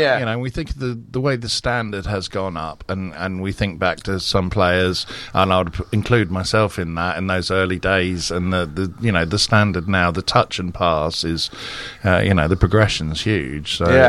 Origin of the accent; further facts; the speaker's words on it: Devon, South West England, United Kingdom; moved away; also born or lived in Australia; I was born in Australia. That's right, I grew up in Devon. I've lived around a lot of places, but my wife's brought me back here. It's a beautiful area. Absolutely beautiful.